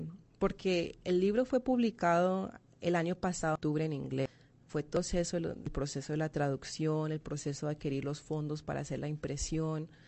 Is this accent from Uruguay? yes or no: no; Colombia; now in El Salvador; Me siento muy comprometida con el pueblo salvadoreño y lo veo como mi segundo hogar. Aunque yo soy colombiana, creo que he pasado más tiempo en este país que en mi propio país.